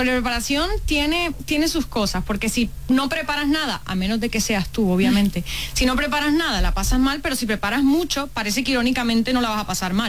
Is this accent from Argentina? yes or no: no; Colombia